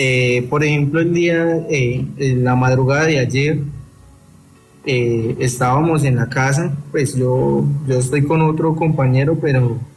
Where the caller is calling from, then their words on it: Pereira, Risaralda, Colombia; Desde acá de Pereira.